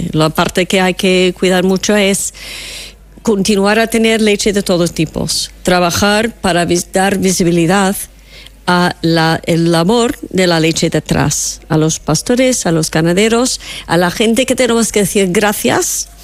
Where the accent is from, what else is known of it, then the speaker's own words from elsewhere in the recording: Italy; soy italiano